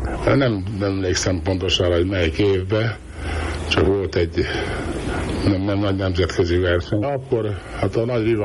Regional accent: Hungary; mert magyar vagyok

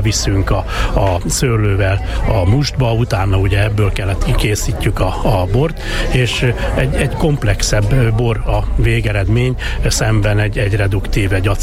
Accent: Lovas, Veszprém County, Hungary; ahol mi élünk, ahonnan mi származunk, meg ahol van a pince is, ugye Lovason az Öreghegyen, amit úgy hívnak közelebbi nevén, hogy Vámosi hegy.

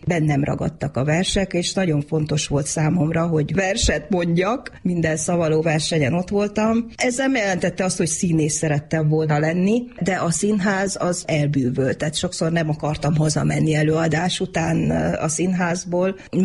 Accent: Satu Mare, Satu Mare County, Romania; now in Hungary; Nagyon büszke vagyok rá, hogy a szülővárosom a színházának előadásával nyitottuk meg a MITEM-et méltán, hiszen a Szatmár Németi Haraggyőr Társulat harmadik Richard előadása

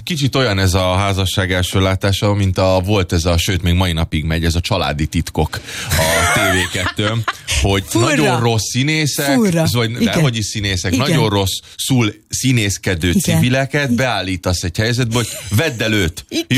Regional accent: Hungary; És ez nem csak mi magyarok vagyunk

